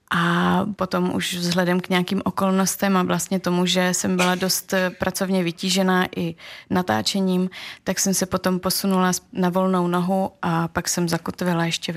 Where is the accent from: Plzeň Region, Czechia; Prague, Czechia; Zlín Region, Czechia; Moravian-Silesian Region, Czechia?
Zlín Region, Czechia; Buchlovice; Tak to já vzpomínám na to natáčení, které navíc ještě probíhalo v mém rodném kraji, na zámku v Buchlovicích, mimo jiné.